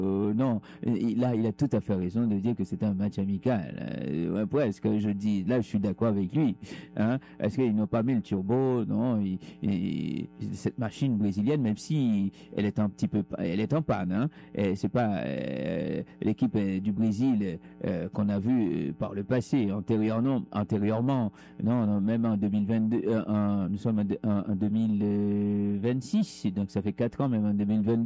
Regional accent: Haiti; Je veux dire tout simplement, comme je suis haïtien, je ne sais pas si j'ai une licence ou si j'ai le feu vert de dire ça parce que je suis haïtien.

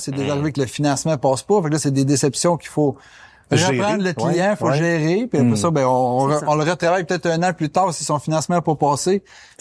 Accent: L'Assomption, Quebec, Canada; on vient de l'Assomption

